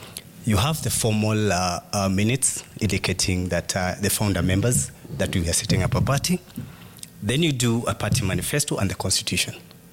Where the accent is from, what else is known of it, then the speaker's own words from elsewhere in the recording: Malava, Kakamega County, Kenya; because I come from Malava constituency